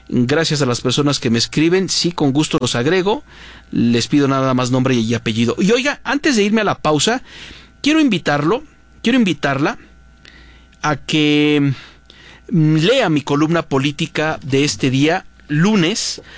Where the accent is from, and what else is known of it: Mexico